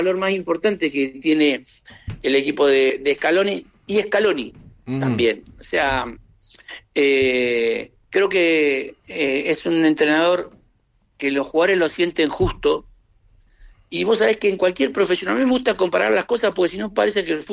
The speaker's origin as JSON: {"language": "Spanish", "country": "Argentina", "said": "Los argentinos somos gente de una economía muy endeble, muy complicada"}